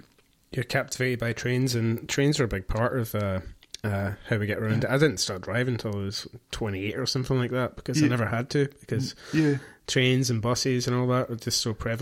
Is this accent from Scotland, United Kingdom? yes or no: yes; Scotland, United Kingdom; being the Scot that I am.